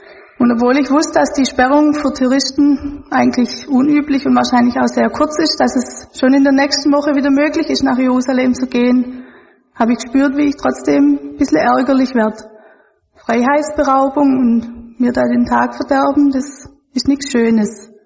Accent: Germany; fällt es mir wieder ganz deutlich auf, wie gut es uns Deutschen wirklich geht.

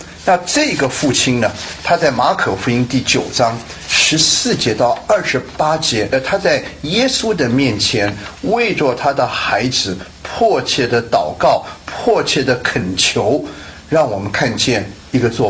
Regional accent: China; 要他把他的我们中国人说老来子

